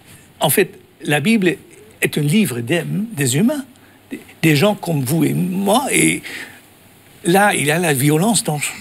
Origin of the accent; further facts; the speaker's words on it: Netherlands; first language Dutch; French is a second language; Il y a tout, oui, je suis néerlandais.